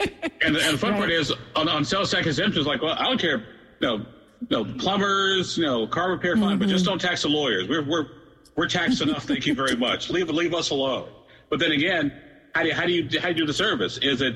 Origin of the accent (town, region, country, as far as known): Illinois, United States